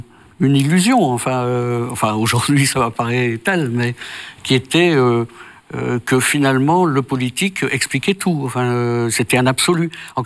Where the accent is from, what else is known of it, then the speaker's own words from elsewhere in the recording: Tourcoing, Hauts-de-France, France; born there; Dans le Nord, oui. Je suis né dans le Nord, je suis né à Tourcoing, dans un milieu modeste.